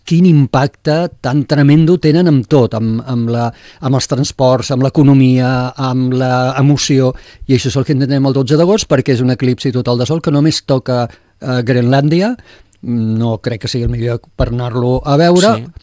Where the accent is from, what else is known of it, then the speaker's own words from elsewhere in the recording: Tarragona, Catalonia, Spain; now in Sant Cugat del Vallès, Spain; jo que sóc de Tarragona, tot i que ara fa molts anys que visc a Sant Cugat, però jo vaig néixer a Tarragona, la meva família és d'aquí